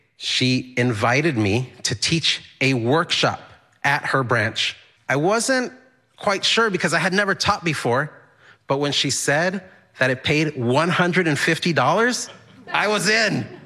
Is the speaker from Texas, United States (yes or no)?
yes; El Paso, Texas, United States; moved away as an adult; also born or lived in Juarez, Mexico; now in Boston, United States; I was born and raised in El Paso, Texas, but I was raised in two cities, El Paso, Texas, and Juarez, Mexico. I have been living here in the Boston area for, I would say, about 21 years